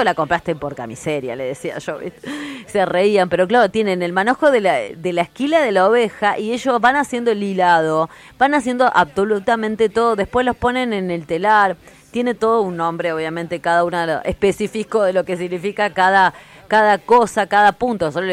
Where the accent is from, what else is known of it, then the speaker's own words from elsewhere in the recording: JJ Gómez, Río Negro, Argentina; cuando vos decís soy de Roca, no, en realidad soy de JJ Gómez.